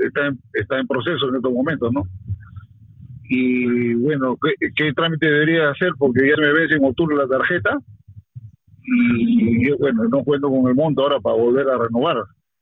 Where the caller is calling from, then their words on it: Madrid, Community of Madrid, Spain; Soy de Madrid.